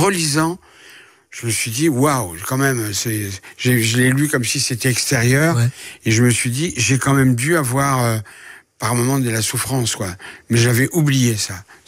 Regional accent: France; born there

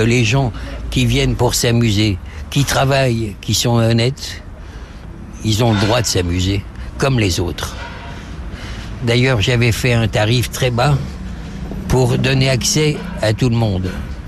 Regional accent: Asnières-sur-Seine, Île-de-France, France; Je viens d'Asnières, vous voyez, j'ai passé toute ma jeunesse à Asnières.

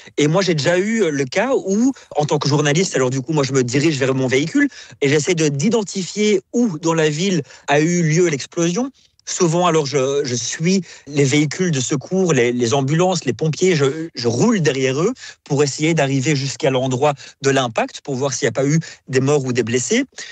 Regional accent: Belgium; now in Ukraine; en tant que Belge qui suis sur place

